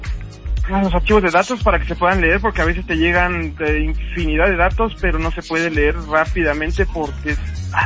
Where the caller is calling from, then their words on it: Mexico City, Mexico; Aquí de la Ciudad de México